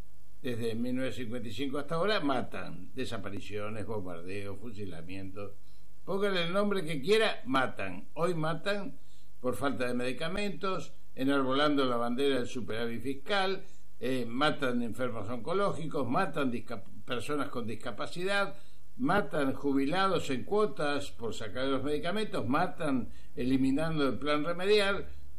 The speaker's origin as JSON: {"language": "Spanish", "country": "Argentina"}